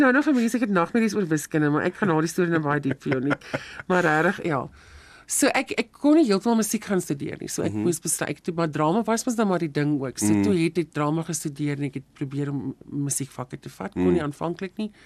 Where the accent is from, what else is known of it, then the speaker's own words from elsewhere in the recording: Western Cape, South Africa; ek het groot geword in die Overberg in die Weskaap in Suid-Afrika.